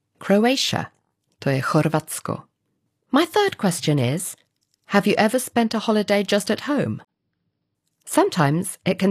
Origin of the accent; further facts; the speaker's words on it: England, United Kingdom; Growing up in England, we went to the seaside quite a lot, although the sea was pretty cold compared to some parts of the Mediterranean.